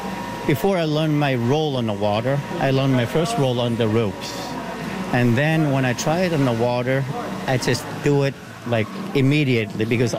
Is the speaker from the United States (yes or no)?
no; Sisimiut, Qeqqata, Greenland; I'm from Greenland, Sisimiut. I grew up in Sisimiut